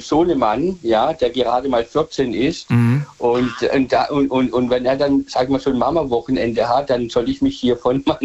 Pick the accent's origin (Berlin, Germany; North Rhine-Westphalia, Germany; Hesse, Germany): Hesse, Germany; Michelstadt; Ja, aus Michelstadt, Hessen.